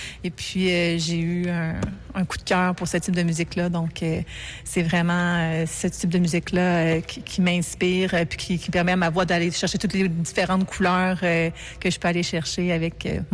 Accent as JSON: {"language": "French", "town": "Chibougamau", "region": "Quebec", "country": "Canada", "tie": "born there", "lives_now": "Quebec City, Canada", "said": "Moi, je suis née à Chibougamau. Je me suis promenée un petit peu partout, là."}